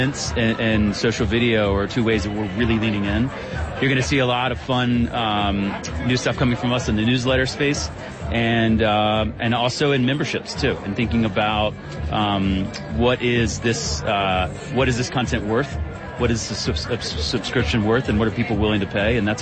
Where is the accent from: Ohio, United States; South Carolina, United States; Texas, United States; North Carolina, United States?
North Carolina, United States; also born or lived in Atlanta; now in Birmingham, Alabama, United States; I grew up in North Carolina.